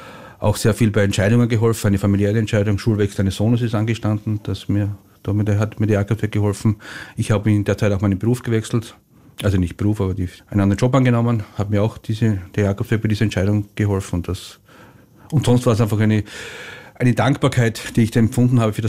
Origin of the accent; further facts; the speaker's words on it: Siebenbrunn, Lower Austria, Austria; bis 2017 dann bin ich den Weg von Siebenbrunn, meinem Heimatort, bis nach Santiago gegangen.